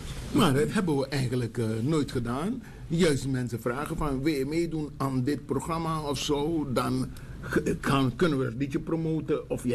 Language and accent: Dutch; Belgium; Maar ik kom uit België.